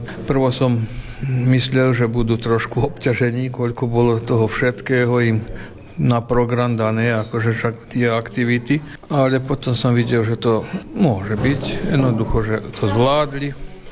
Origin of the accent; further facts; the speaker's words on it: Serbia; first language Slovak; ja sa cítim Slovák, aj čo žijem v Srbsku, ani neviem, ako by som sa inak cítil, to je môj materinský jazyk.